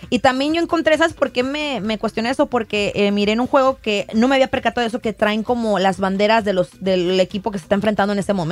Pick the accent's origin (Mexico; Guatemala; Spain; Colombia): Mexico; now in California, United States; es que yo todos los saco en metros, pues soy mexicana.